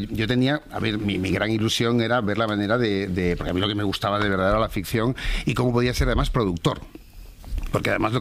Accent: Seville, Andalusia, Spain; now in Madrid, Spain; yo empecé aquí mi primer trabajo como becario en Madrid cuando vine de Sevilla

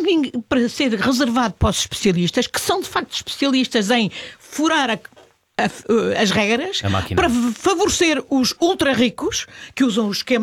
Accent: Portugal; nós temos qualidades como portugueses e temos um país lindíssimo

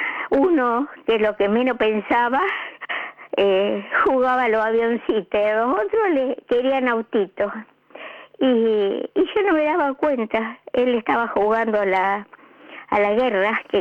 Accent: Italy; Y le digo, mira que si me voy a Italia no vuelvo, me quedo en mi pueblo.

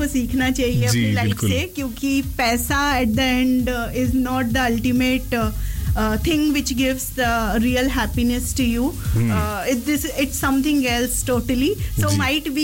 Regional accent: Jammu, Jammu and Kashmir, India; moved away as an adult; also born or lived in Rajasthan; now in Qatar; Basically my own family is living in Jammu J and के, Jammu and Kashmir. So my initial studies from first to twelfth I had done from the Jammu.

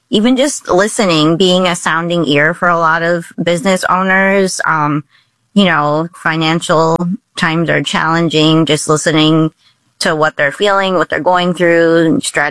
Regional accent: Windsor, Ontario, Canada; also born or lived in Dallas, United States / New York City, United States; now in Detroit, United States; But before that, I lived in New York City for six years, worked for a couple small firms there. And I'm actually from Windsor, Ontario, across the border.

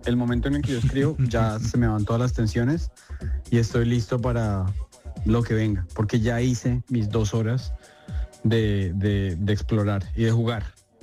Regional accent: Colombia; now in New York, United States; Creo que soy el primer colombiano que va a grabar un especial en español aquí en la Gran Manzana

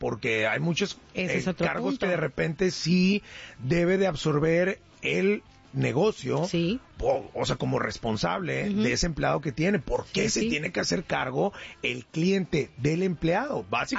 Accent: Monterrey, Nuevo León, Mexico; Yo soy de Monterrey, Angie, yo ando checando todo.

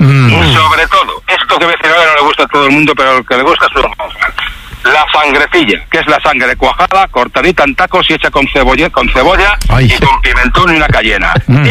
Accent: Valladolid, Castile and León, Spain; Yo soy de Valladolid, de capital, ¿vale?

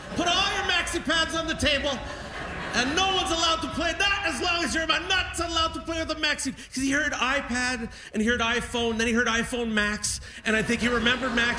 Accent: Niagara-on-the-Lake, Ontario, Canada; Thank you, Niagara-on-the-Lake, my hometown.

